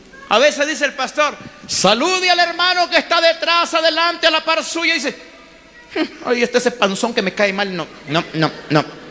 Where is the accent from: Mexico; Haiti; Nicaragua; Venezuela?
Nicaragua; now in Guatemala; yo soy nicaragüense. Yo no hablo mam, yo hablo quiché. No lo hablo todo, por supuesto, todo el idioma, pero hablo quiché. Me gusta el idioma.